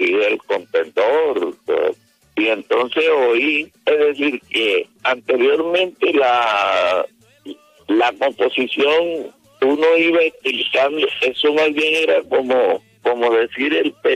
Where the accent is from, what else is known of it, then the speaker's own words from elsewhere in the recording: El Paso, Cesar, Colombia; Somos nativos del Paso César. nací en el año de 1932.